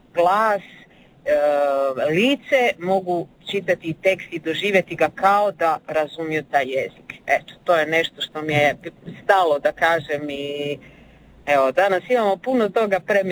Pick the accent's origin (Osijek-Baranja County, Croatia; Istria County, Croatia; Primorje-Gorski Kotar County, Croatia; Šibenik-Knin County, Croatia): Istria County, Croatia; Labin; accent: Labinjon Chakavian; bez obzira na taj naš akcent ili na to nešto drugče. To je jedan od najstarijih dijalekata u Hrvatskoj